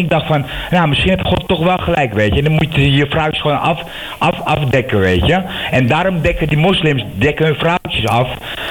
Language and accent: Dutch; Turkey; Ik ben Turk. Ik ben Turk voor Turk.